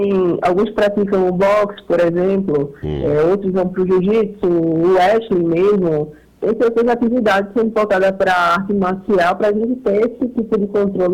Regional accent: Recife, Pernambuco, Brazil; Eu sou aqui de Recife.

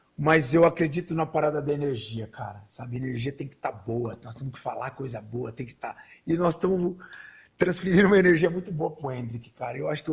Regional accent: Brazil; Eu confio como brasileiro, sou apaixonado.

